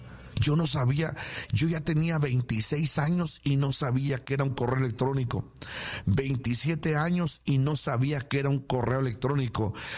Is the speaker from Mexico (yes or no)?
yes; Mexico; born there; De este lado del río, para acá, para del lado mexicano, para acá, para donde yo nací